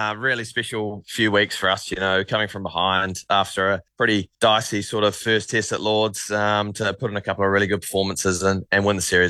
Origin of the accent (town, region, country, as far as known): Oamaru, Otago, New Zealand; born or raised there; now in Dunedin, New Zealand